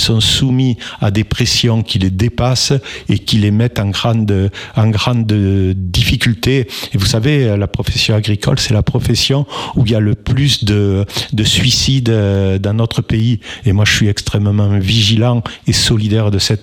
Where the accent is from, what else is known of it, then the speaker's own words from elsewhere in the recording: Mirepoix, Occitanie, France; Vous savez, je suis de Mirepoix, oui.